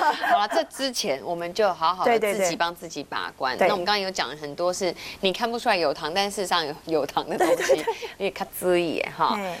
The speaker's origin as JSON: {"language": "Chinese", "country": "Taiwan", "said": "我觉得我们台湾人都做得很好"}